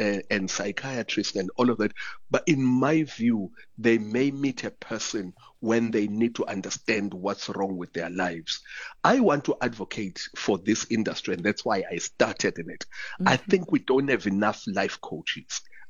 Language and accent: English; Umlazi, KwaZulu-Natal, South Africa; I'm from Umlaz